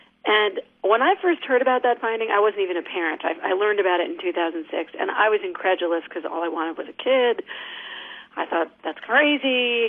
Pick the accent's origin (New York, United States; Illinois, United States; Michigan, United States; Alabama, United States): New York, United States; I love New York. I'm from New York.